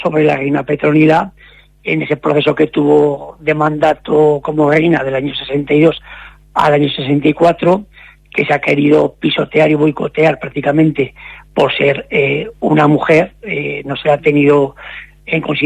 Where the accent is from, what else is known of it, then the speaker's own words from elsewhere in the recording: Ejea de los Caballeros, Aragon, Spain; somos ya un grupo ahora mismo de 18 personas, la mayoría de aquí de Ejea, pero también nos acompaña alguno de Zaragoza, alguno de Sástago, pero su mayoría somos todos de Ejea.